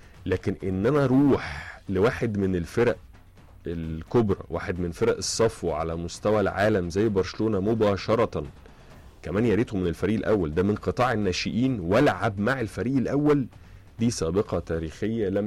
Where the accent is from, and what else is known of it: Egypt